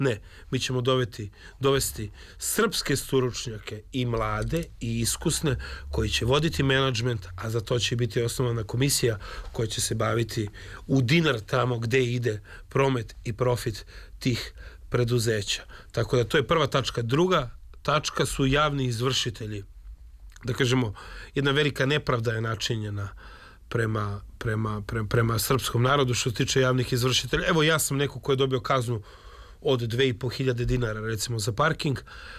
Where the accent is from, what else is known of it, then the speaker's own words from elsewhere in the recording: Majdanpek, Bor District, Serbia; Ja potičem iz Majdanpeka. Ja sam tamo završio osnovnu i srednju školu. Odrasao sam na ivici južnog i severnog revira gde se kopa ruda.